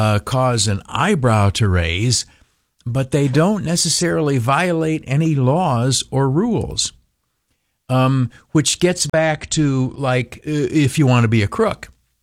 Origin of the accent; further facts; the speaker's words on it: New York City, New York, United States; You're only questioning me because I am a Democrat from New York City.